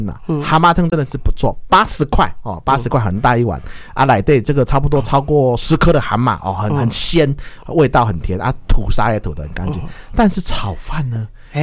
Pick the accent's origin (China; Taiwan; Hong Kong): Taiwan; 哎，可能是我们台湾人不喜欢这个口味啦